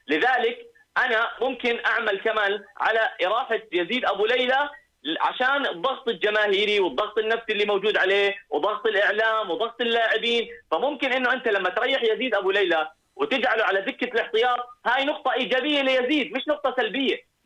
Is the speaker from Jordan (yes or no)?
yes; Jordan; من حقنا كأردنيين وكشارع أردني